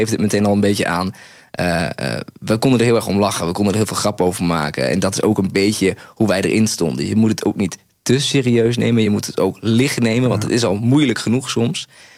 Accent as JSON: {"language": "Dutch", "region": "Groningen", "country": "Netherlands", "said": "Ze vonden mij juist heel direct als Groninger."}